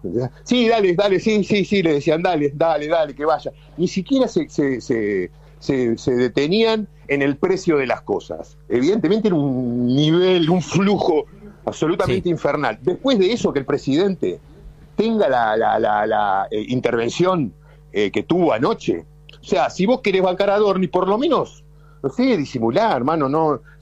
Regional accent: Argentina; como ciudadano argentino, la verdad que me da tristeza que sea nuestro presidente un tipo tan desequilibrado

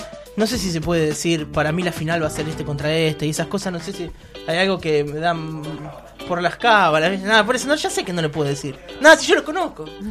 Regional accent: Argentina; No, yo soy argentino.

